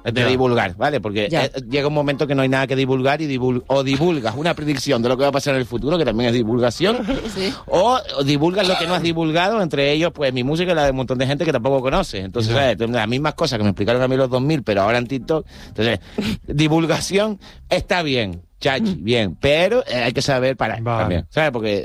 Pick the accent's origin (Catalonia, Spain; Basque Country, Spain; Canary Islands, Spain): Canary Islands, Spain; Es que yo ya soy canario todos los días.